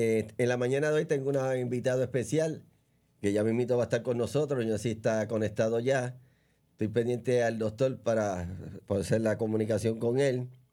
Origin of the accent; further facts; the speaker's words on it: Cataño, Puerto Rico; Y yo soy parte de Cataño y mucha gente me conoce.